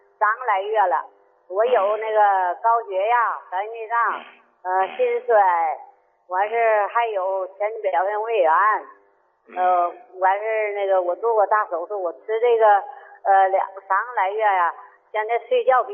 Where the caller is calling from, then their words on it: Anshan, Liaoning, China; 我是鞍山的，我今年86岁